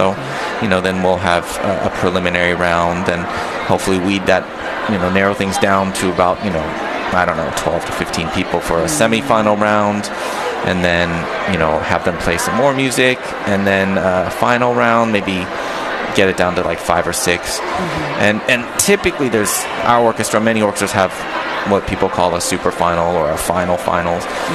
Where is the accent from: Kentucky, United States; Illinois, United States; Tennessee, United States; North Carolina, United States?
Kentucky, United States; Lexington; moved away; growing up in a small town in Lexington, Kentucky